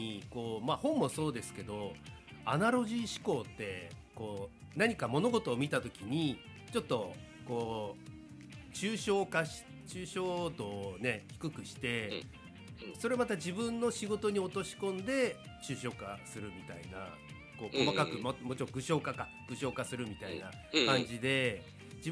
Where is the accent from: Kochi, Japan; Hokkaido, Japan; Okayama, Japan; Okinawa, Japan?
Hokkaido, Japan; 今ね本州に、まあ、関東にいますけど、そして同じ土産子であって